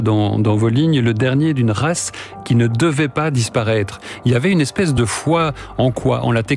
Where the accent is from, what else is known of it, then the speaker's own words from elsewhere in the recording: Belgium; Moi, je la connaissais pas, j'avoue, en tant que Belge.